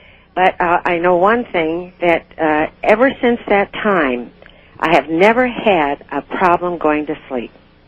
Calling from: Kissimmee, Florida, United States; in Kissimmee, Florida.

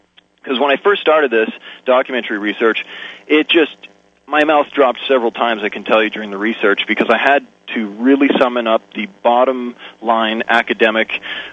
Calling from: Manitoba, Canada; I'm calling from Manitoba on CJOB.

